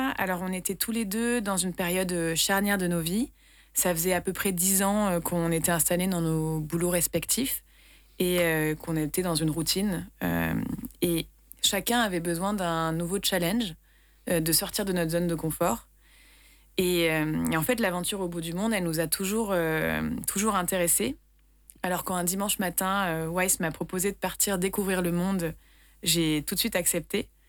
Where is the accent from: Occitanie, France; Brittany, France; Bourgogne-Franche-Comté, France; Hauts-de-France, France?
Occitanie, France; Nîmes; moved away; j'ai 33 ans, donc je suis bien trentenaire et je suis aussi nîmoise.